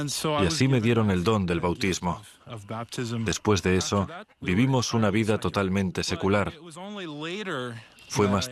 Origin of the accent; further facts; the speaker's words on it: Canada; Soy canadiense. Tengo sangre rusa, soy ruso, pero al mismo tiempo soy ucraniano. Mis antepasados vivieron por todo el este de Europa, pero nací en Canadá.